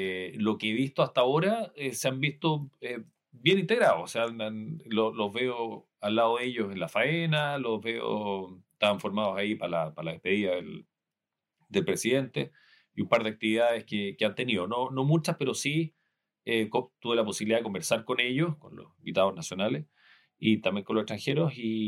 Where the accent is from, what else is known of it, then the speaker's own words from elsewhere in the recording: Chile; que nos conozcan nosotros como chilenos, cómo entregarles un poquitito de nuestra cultura